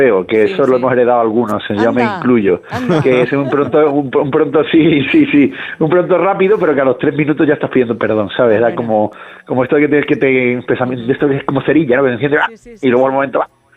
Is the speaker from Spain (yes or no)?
yes; Cádiz, Andalusia, Spain; y yo además me crié en Cádiz